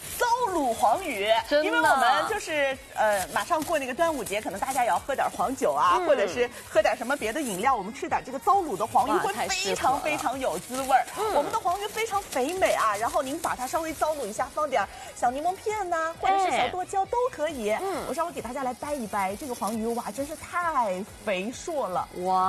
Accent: Shanghai, China

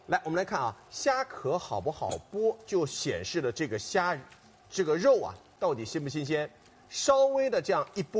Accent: Shanghai, China; 这个是鲜中带甜的这种口感，非常适合咱们上海人来进行品尝。

